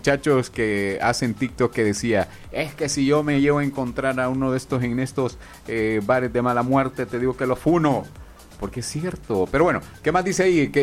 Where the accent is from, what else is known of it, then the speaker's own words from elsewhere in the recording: El Salvador; Como salvadoreño, amo a la selección.